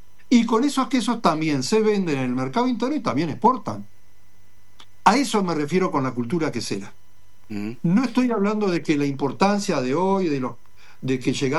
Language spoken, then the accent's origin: Spanish; Canelones, Uruguay; porque nosotros, mis hermanos y yo, somos de Canelones, mis padres también, y teníamos familiares.